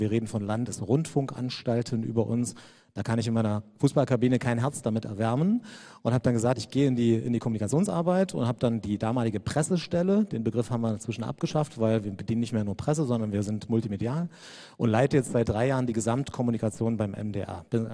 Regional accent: Saxony, Germany; Ich war 12, als die Mauer fiel. Ich komme aus der Nähe von Chemnitz und habe so gespürt, oh, da passiert was.

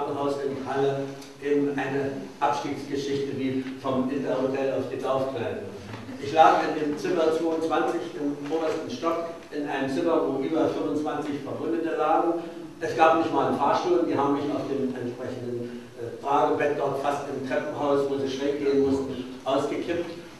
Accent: Königsberg, Kaliningrad Oblast, Russia; now in Germany; Ich habe 1943 in Königsberg, meiner Heimatstadt, das Abitur gemacht, war auch noch an der Albertina-Universität meiner Vaterstadt eingeschrieben

